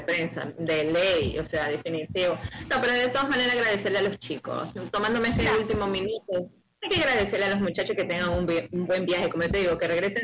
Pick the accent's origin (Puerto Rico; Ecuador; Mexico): Ecuador; Ya nos queda aquí como ecuatorianos